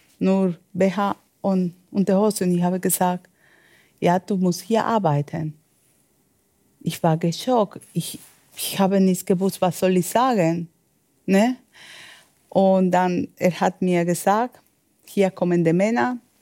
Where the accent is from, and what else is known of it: Medellín, Antioquia, Colombia; German is a second language